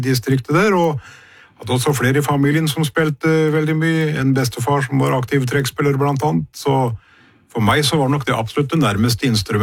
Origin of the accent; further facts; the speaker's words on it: Modum, Buskerud, Norway; jeg kom fra Modum, og det kommer derfra, og når jeg vokste opp så var nok trekspill absolutt det nærmeste instrumentet for meg. Det var for det første veldig stor trekspillkultur i distriktet